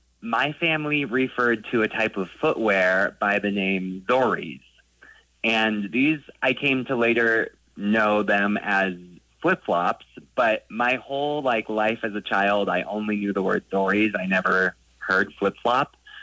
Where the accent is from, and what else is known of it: Sacramento, California, United States; born or raised there